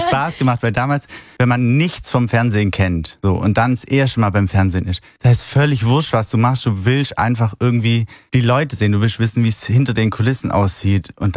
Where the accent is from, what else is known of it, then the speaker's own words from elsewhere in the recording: Baden-Württemberg, Germany; now in Berlin, Germany; als Schwabe darfst du ja auch nichts wegschmeißen.